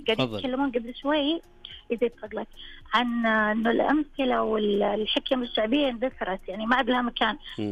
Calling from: Taif, Makkah Province, Saudi Arabia; من الطائف.

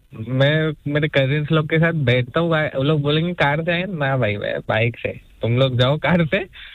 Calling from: Mumbai, Maharashtra, India; मैं मेन मुंबई से हूँ, मैं मसगांव एरिया से हूँ

